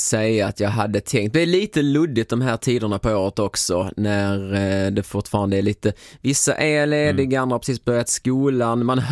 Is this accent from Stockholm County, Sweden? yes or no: no; Sankt Olof, Skåne, Sweden; Jag kommer då från Sankt Olof, som väl ändå är 2 mil kanske ungefär från Simrishamn.